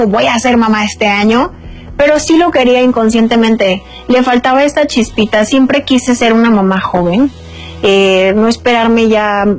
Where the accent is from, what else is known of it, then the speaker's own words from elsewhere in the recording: Culiacán, Sinaloa, Mexico; Yo soy de Culiacán.